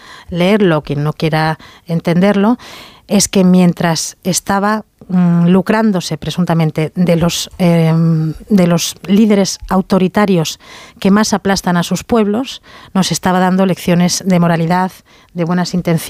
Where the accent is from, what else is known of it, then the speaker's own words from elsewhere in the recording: Spain; por el daño que nos hace como españoles a la imagen de nuestro país